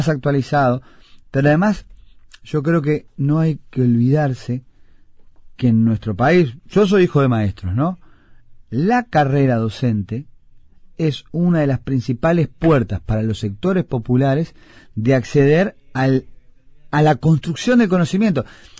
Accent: Montevideo, Uruguay; born there; nosotros los que nacimos acá en Montevideo

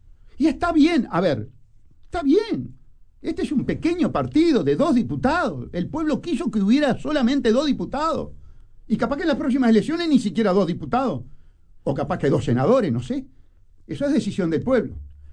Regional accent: Montevideo, Uruguay; soy de Sayago.

